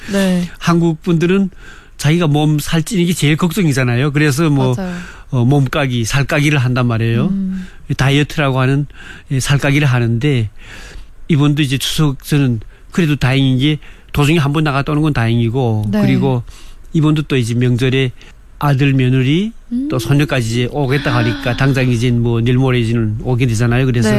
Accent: North Korea; now in South Korea; 그래서 지금 우리 탈북자들은

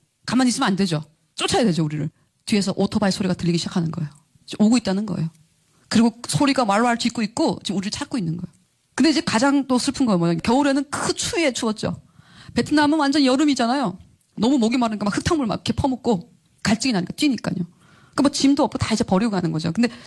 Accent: North Korea; now in South Korea

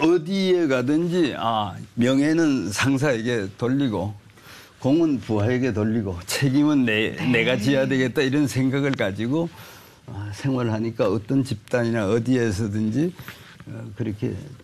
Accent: Taebaek, Gangwon, South Korea; 제 고향은 강원도라고 그러는 거죠. 태백이라고. 단광촌에서 태어나서 거기서 초중고 다 나오고

